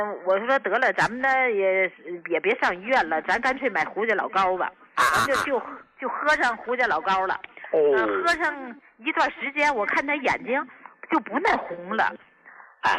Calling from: Qinhuangdao, Hebei, China; 我是秦皇岛人。

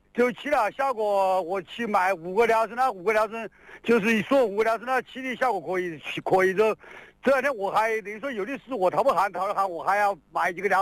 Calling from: Xiantao, Hubei, China; 仙桃市五湖渔场。

